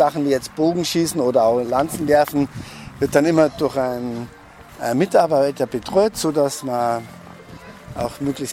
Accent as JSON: {"language": "German", "town": "Marktl", "region": "Bavaria", "country": "Germany", "tie": "born or raised there", "said": "Weil ich war als Kind in Makel am Inn, im Kinderheim."}